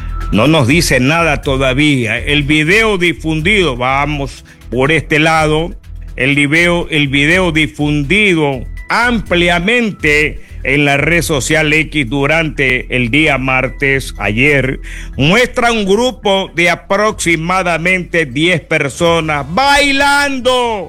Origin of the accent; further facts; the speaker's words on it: Ecuador; Somos nosotros los ecuatorianos que le pagamos los sueldos a ustedes.